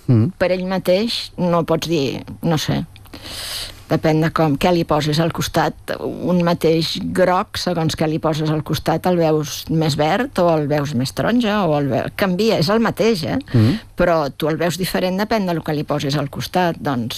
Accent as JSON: {"language": "Catalan", "town": "Esparreguera", "region": "Catalonia", "country": "Spain", "tie": "born there", "said": "Bueno, jo vaig néixer a Esparreguera i tinc el teatre posat..."}